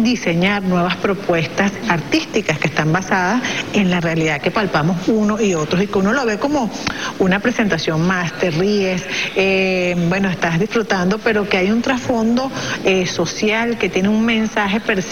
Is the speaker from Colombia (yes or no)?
no; Venezuela; todo lo que nos define como venezolanas y como venezolanos